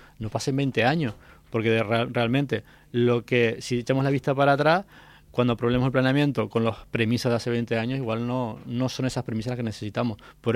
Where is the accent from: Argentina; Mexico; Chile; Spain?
Spain; Canary Islands; como los canarios queramos